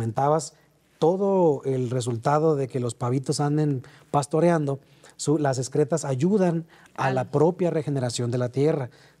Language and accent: Spanish; Tabasco, Mexico; born there; now in Santiago Tuxtla, Mexico; nosotros de nacimiento somos tabasqueños, pero de corazón veracruzanos, uh-huh, siempre, de Santiago Tuxtla.